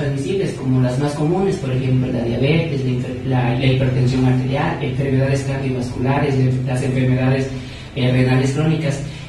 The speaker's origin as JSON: {"language": "Spanish", "country": "Ecuador", "said": "Nuestra cultura como ecuatorianos"}